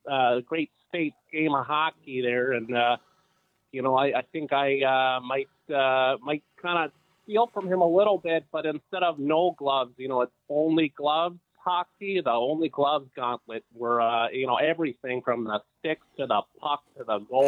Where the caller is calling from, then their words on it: St. Cloud, Minnesota, United States; I'm from St. Cloud, Minnesota there.